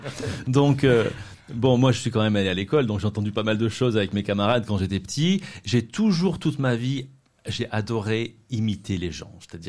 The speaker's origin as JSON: {"language": "French", "town": "Saint-Étienne", "region": "Auvergne-Rhône-Alpes", "country": "France", "tie": "born or raised there", "said": "Moi, je suis né à Saint-Étienne."}